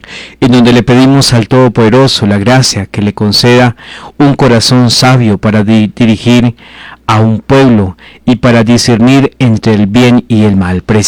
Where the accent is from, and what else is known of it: Colombia